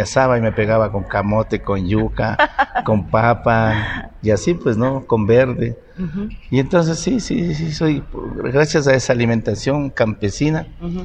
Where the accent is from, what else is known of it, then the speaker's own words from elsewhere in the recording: Pimampiro, Imbabura, Ecuador; Porque como nosotros, somos de Pimampiro, en ese tiempo una parroquia, uh-huh. pero nosotros teníamos actividades en el campo, ¿no?